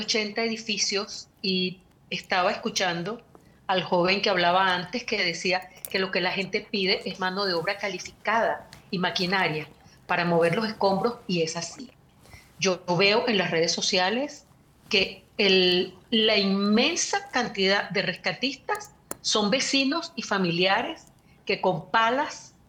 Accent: Venezuela; now in Caracas, Venezuela; siempre he vivido en Venezuela. Ah. Nunca he vivido en España y sí, pues estoy en Venezuela, donde he vivido siempre

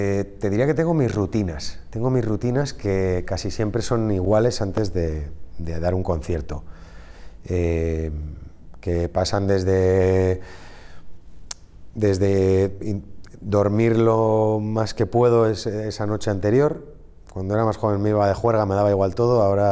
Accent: San Sebastián, Basque Country, Spain; en el norte, de donde yo soy, por ejemplo, en Donosti

